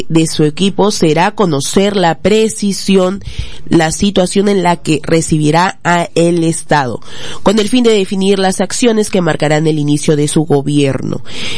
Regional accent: Peru; todos nosotros como peruanos.

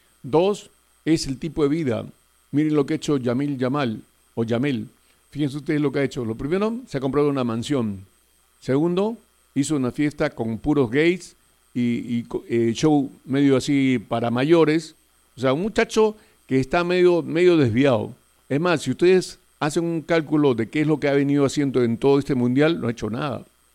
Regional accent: Peru

